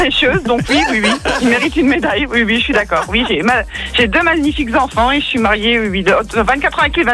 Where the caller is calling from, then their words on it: Grand Est, France; je suis dans un petit village qui s'appelle l'Est, à 35 minutes de Metz.